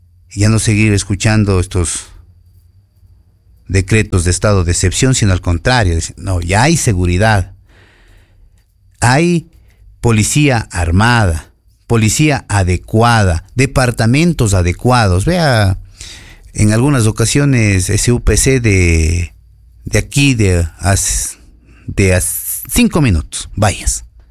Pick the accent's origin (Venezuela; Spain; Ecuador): Ecuador; nosotros como ecuatorianos, como ciudadanos